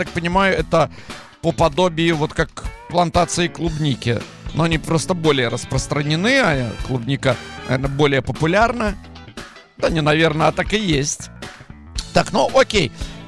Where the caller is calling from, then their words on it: Hadera, Haifa District, Israel; Здравствуйте … из Хадеры.